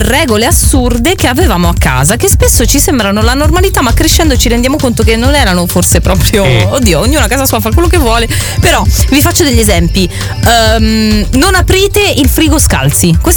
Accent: Naples, Campania, Italy; Nel dirlo, partenopea, le mie origini sono napoletane e io lo faccio ancora oggi

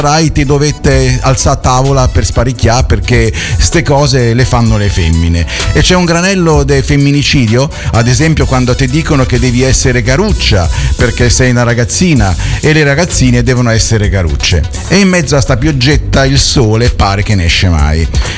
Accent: Rome, Lazio, Italy; la mia romanità, anche se poi è molto sporca la mia romanità, anche se sono nato e vissuto a Roma.

